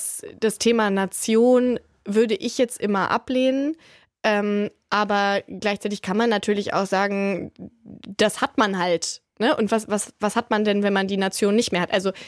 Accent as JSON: {"language": "German", "town": "Dortmund", "region": "North Rhine-Westphalia", "country": "Germany", "tie": "born there", "said": "Also ich bin tatsächlich auch am Borsigplatz geboren und kann das auch komplett mitsingen"}